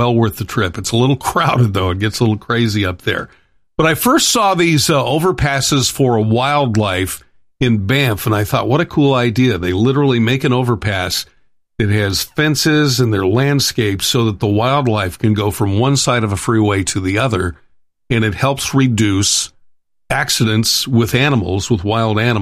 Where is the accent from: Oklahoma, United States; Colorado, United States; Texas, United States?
Colorado, United States; moved away; it goes to my home state of Colorado.